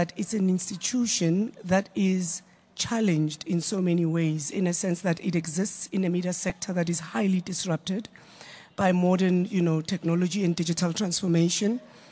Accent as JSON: {"language": "English", "town": "Johannesburg", "region": "Gauteng", "country": "South Africa", "tie": "born or raised there", "said": "So the reality is that I grew up in Rockville in Soweto."}